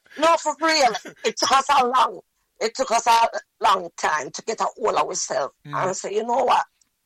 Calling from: Jamaica; I come from Jamaica.

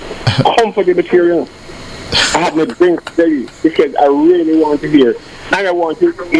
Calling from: Spanish Town, Saint Catherine, Jamaica; I am calling from Spanish Town, as you know.

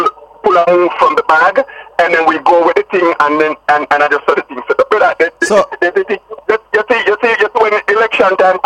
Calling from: Jamaica; Yes, it's because we're Jamaican.

